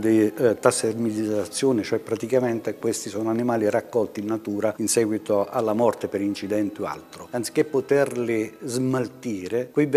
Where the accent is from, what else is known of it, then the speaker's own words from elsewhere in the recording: Calabria, Italy; now in Apulia, Italy; Io non sono un pugliese, io sono prestato alla Puglia, sono calabrese, ma vivo qui da 40 anni. Quello che ho trovato è una similitudine, un modo di vivere quasi uguale al mio, che è la parte del Pollino